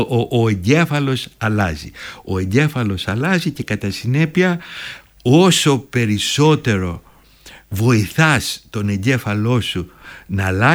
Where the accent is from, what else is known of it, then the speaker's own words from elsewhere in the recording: Greece; moved away; Έχουμε πλεονέκτημα σαν Έλληνες ότι είτε το θέλουμε είτε όχι επηρεαζόμαστε από την υπέροχη προσφορά της αρχαίας Ελλάδας. Έρχομαι στην Ελλάδα, στην Αθήνα.